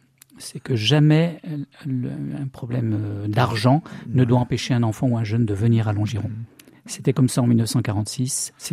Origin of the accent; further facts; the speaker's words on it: Saint-Étienne, Auvergne-Rhône-Alpes, France; Alors c'est vrai que je suis stéphanois